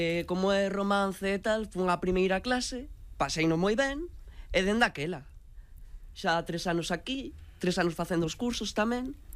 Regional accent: Madrid, Community of Madrid, Spain; Galician is a second language; De Madrid, Madrid son de Vallecas, ¿eh?

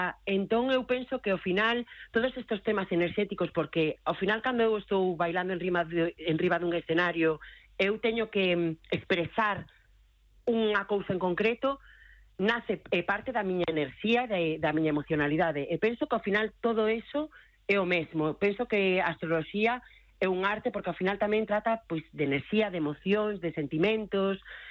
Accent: Galicia, Spain; eu encantaríame ter ese recoñecemento que teño fora na miña terra, pero non pasou.

